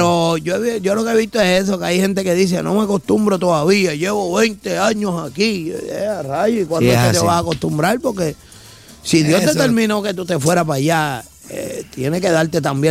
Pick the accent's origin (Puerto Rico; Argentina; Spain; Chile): Puerto Rico; now in Massachusetts, United States; Somos de Massachusetts, criados en Puerto Rico, los dos de Llorén.